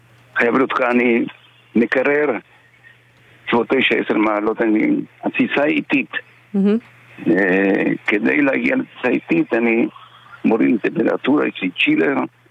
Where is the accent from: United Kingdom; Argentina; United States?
Argentina; now in Israel; אני מארגנטינה